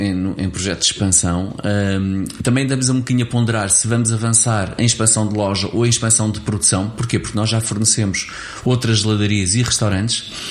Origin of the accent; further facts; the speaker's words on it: Abrantes, Santarém, Portugal; moved away as an adult; muito de Abrantes e sinto-me um abrantino, e onde quer que eu vá, obviamente, Abrantes é sempre a minha terra.